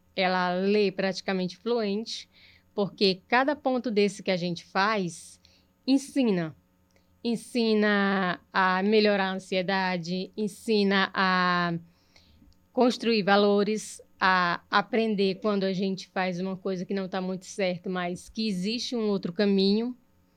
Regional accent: Redenção, Brazil; Eu sou de Redenção

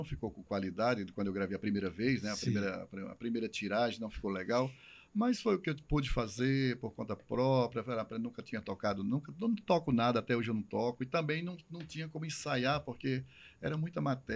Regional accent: Ceará, Brazil; accent: Cariri accent, Pernambucan-like; moved away as an adult; also born or lived in Brasília; eu sou do interior do Ceará.

